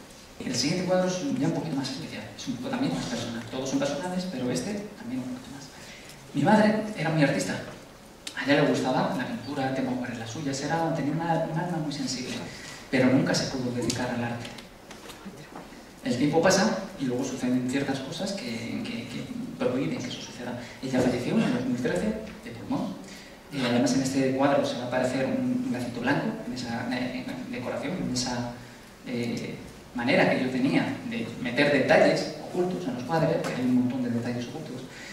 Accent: Madrid, Community of Madrid, Spain; Porque yo soy de Aluche, nunca me matéis, pero soy de Aluche.

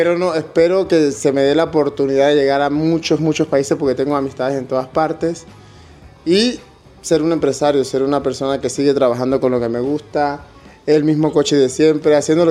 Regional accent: Venezuela; now in Spain; Siempre, hasta el día que muera. De hecho, si ves, tengo 11 años en España y no he perdido mi forma de hablar, ni quiero perderla.

